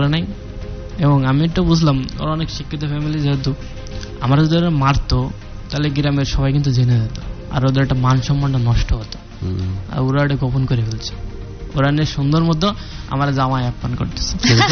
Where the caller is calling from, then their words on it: Magura, Khulna Division, Bangladesh; আমার বাড়ি মাগুরা